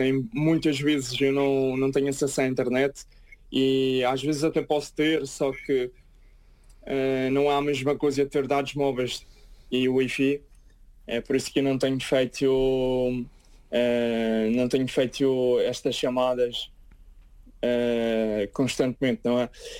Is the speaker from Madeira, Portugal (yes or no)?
yes; Madeira, Portugal; moved away as an adult; Um grande abraço lá para a minha ilha. Já tenho imensas saudades de lá.